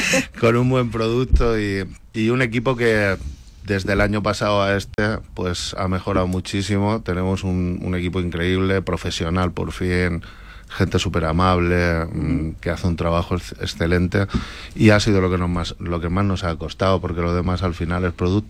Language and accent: Spanish; Region of Murcia, Spain; llevo toda la vida yo soy de Murcia